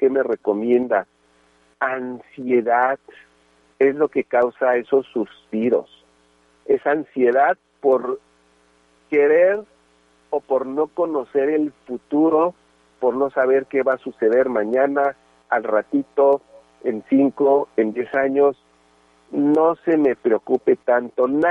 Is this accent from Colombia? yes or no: no; Tláhuac, Mexico City, Mexico; ¿Qué puedo hacer? Soy de Tláhuac.